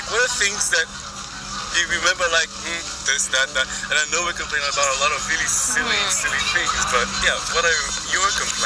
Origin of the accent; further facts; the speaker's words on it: Brazil; I grew up really poor in Brazil.